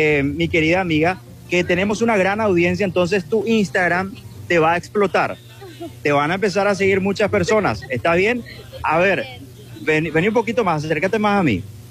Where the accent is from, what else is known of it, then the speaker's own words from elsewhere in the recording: Paraguay; estás en Sudamérica, que somos vecinos de Argentina, de Brasil, que estamos en medio.